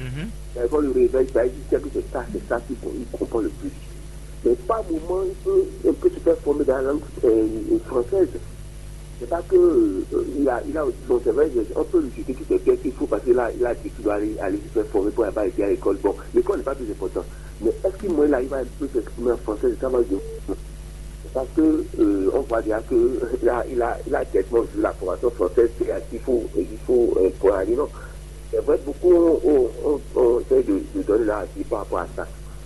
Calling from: Benin; first language Fon; French is a second language; C'est vrai que le fond prime surtout, c'est notre langue maternelle, c'est notre langue effectivement sur le Bénin.

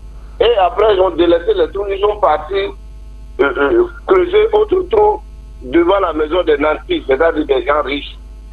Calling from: Parakou, Borgou, Benin; J'appelle de Parakou, quartier d'Oparou.

